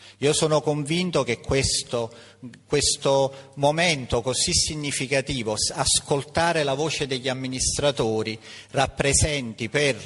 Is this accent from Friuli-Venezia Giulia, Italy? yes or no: no; Naples, Campania, Italy; Io da napoletano sono scaramantico